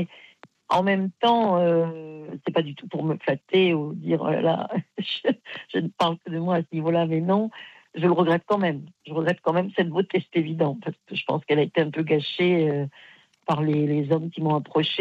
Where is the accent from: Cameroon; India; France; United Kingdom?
France; Aix-en-Provence, Provence-Alpes-Côte d'Azur